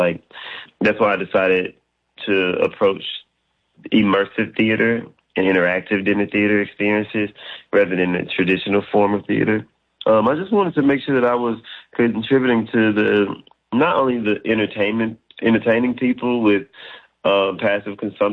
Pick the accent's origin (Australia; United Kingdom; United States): United States; Mississippi; No, I'm originally from Mississippi, so definitely a Southern boy.